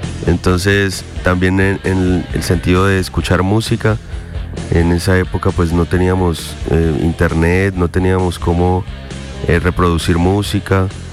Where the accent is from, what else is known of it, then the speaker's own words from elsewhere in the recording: Leticia, Amazonas, Colombia; born there; yo nací en Leticia, mi madre es brasilera, de un lugar llamado Yutaí, que queda a 2 días en barco desde Leticia, por la Amazonía brasilera. Mi padre es de Leticia.